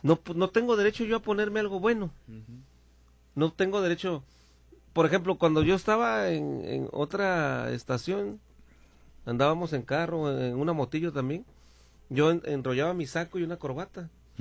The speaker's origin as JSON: {"language": "Spanish", "country": "Mexico", "said": "como mexicano no puedo traer"}